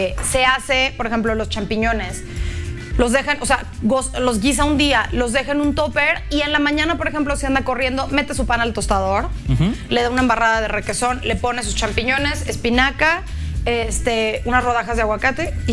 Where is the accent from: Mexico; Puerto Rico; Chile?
Mexico; nosotros como mexicanos